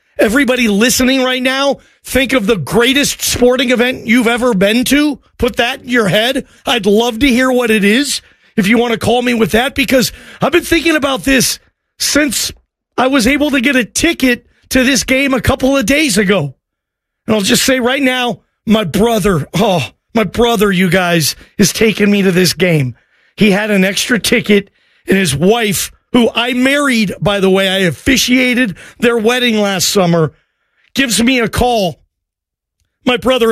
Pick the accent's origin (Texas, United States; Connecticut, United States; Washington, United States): Washington, United States; Seattle; Guys, I'm from Seattle. I've seen more games in that stadium than any stadium ever.